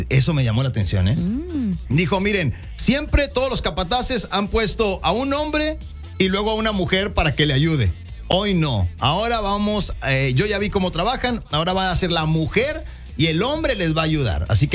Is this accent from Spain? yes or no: no; Monterrey, Nuevo León, Mexico